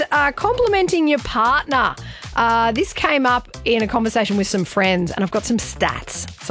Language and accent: English; Queensland, Australia; I'm a Queenslander